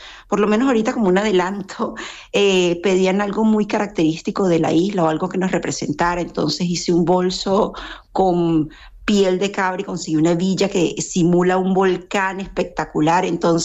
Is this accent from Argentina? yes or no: no; Venezuela; now in Spain; Yo soy venezolana, las circunstancias nos obligaron, bueno, como muchas de nosotros, a conseguir realmente nuestras raíces, y nosotros pues decidimos mudarnos a España